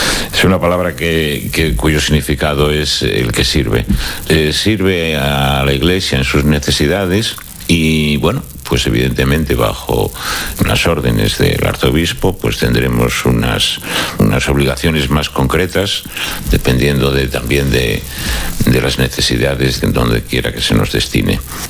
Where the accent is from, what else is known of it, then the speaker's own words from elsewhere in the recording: Coyoto parish, Asturias, Spain; born there; now in Tiñana, Spain; Soy bastante mayor que Adrián. Soy nacido en la parroquia de Coyoto y ahora vivo en Tiñana.